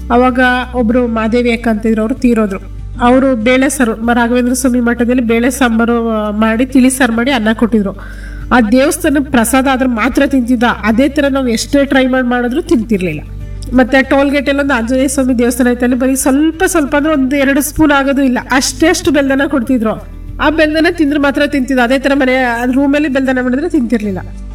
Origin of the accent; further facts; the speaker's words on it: Boothanahalli, Karnataka, India; ನನ್ನ ಸ್ವಂತ ಅವರು ಪ್ರಿಯಾಪಟ್ಟಣ ತಾಲೂಕು ಬೂತ್ನಳ್ಳಿ ಅಂತೇಳಿ. ನಾನು ಮದುವೆ ಆಗಿರೋದು ಹೆಚ್ ಡಿ ಕೋಟೆ ತಾಲೂಕು ಕೇಡ್ತೋರೆಗೆ.